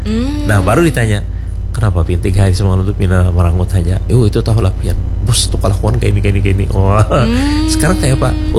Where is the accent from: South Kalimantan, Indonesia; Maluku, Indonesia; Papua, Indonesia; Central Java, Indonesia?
South Kalimantan, Indonesia; Banjar; Kita orang Banjar mulai zaman dulu ada.